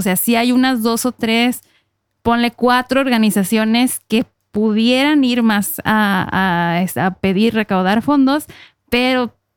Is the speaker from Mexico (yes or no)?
yes; Baja California, Mexico; now in Norway; Mira, que somos vecinos a muchos kilómetros, pero somos baja californianos los dos.